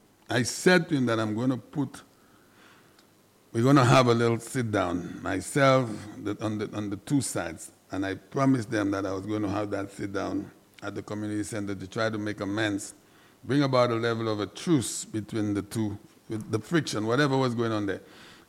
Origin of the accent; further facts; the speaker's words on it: Castries, St. Lucia; I grew up in the Marshall area. I am still there.